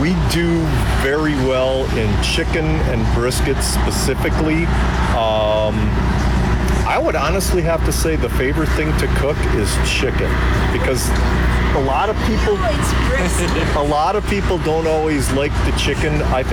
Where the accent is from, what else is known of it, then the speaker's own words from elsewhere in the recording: Shawnee, Kansas, United States; Our team is Quality and Smoke, and we are from Shawnee, Kansas.